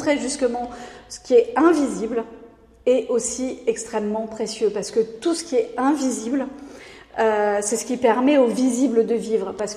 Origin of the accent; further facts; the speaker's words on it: Bayeux, Normandy, France; Puisque j'ai grandi à Bayeux.